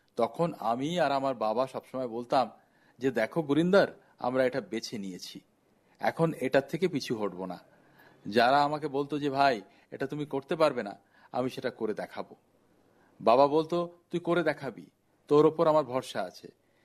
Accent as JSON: {"language": "Bangla", "country": "India"}